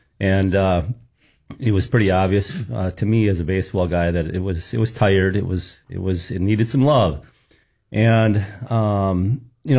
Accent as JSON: {"language": "English", "town": "Wahpeton", "region": "North Dakota", "country": "United States", "tie": "born or raised there", "moved": "as an adult", "said": "me growing up in Wahpeton, North Dakota"}